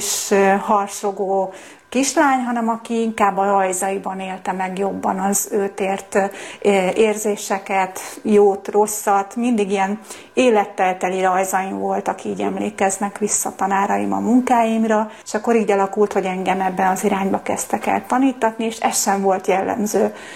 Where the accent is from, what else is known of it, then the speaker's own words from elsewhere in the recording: Budapest, Hungary; Budapesten születtem, de a 6. kerületben nőttem fel.